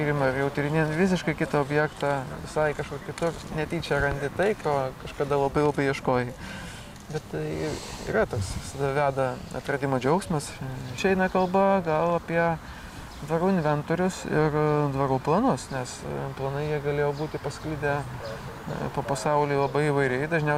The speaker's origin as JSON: {"language": "Lithuanian", "region": "Aukštaitija", "country": "Lithuania", "tie": "born or raised there"}